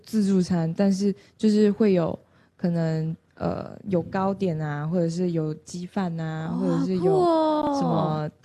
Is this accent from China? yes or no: no; Malaysia; born or raised there